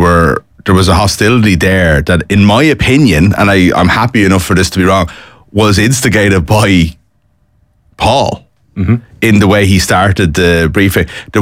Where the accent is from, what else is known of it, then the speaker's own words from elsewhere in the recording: Ireland; I do feel like sometimes as Irish people we have this tendency to not want anybody to talk about us in case they might think negatively of us.